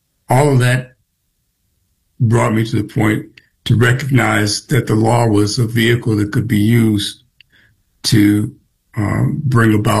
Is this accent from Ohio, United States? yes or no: yes; Cleveland, Ohio, United States; also born or lived in Shaker Heights; I was born in Cleveland.